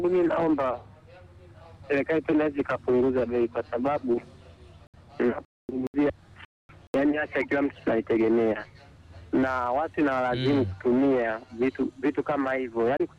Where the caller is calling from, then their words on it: Morogoro, Tanzania; kutoka Morogoro.